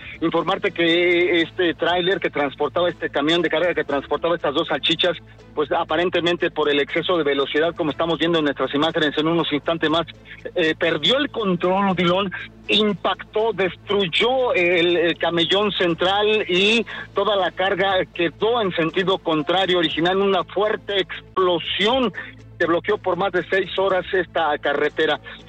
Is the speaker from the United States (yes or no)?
no; Mexico; la forma en la cual nosotros como mexicanos podemos arriesgarnos para salvar la vida de otras personas